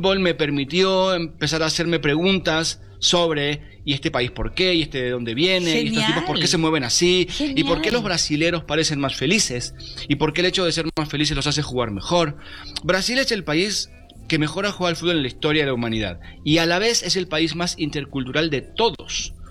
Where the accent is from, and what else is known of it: Argentina